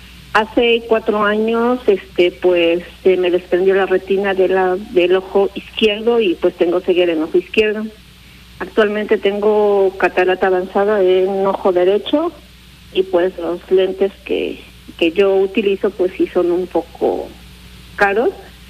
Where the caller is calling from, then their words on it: Zacapoaxtla, Puebla, Mexico; De Zacapuaxla.